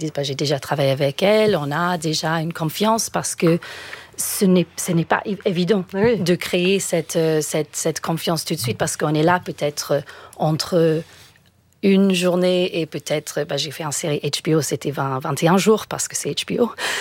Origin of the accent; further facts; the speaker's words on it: United Kingdom; French is a second language; now in France; Moi, je ne sais pas si vous avez entendu mon petit accent. Je suis britannique à la base.